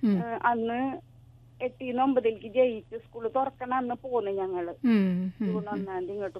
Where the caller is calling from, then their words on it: Kodungallur, Kerala, India; ഞാൻ പുല്ലൂത്ത് നിന്ന് വിളിക്കുന്നത്, കൊടുങ്ങല്ലൂര് പുല്ലൂത്ത്.